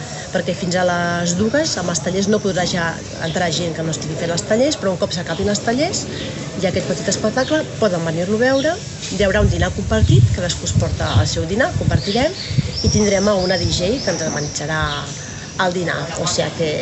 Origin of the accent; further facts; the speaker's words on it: Barcelona, Catalonia, Spain; moved away; Jo sóc de Barcelona, llavors vaig formar allà.